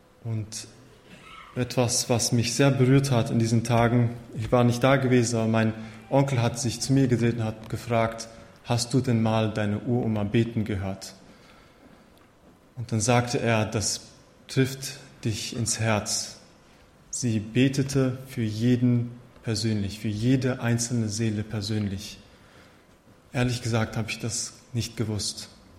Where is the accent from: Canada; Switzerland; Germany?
Canada; Ich komme aus Kanada, aus der Gemeinde Richer, die evangelische lutherische Brüdergemeinde Richer.